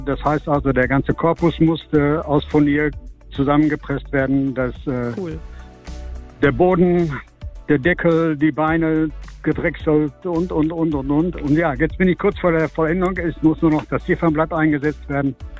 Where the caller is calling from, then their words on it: Bochum, North Rhine-Westphalia, Germany; Ich komme aus Bochum